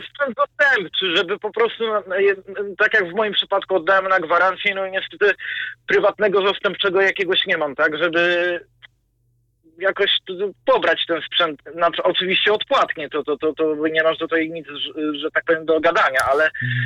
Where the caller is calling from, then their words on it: Bydgoszcz, Kuyavian-Pomeranian Voivodeship, Poland; ja u siebie w Bydgoszczy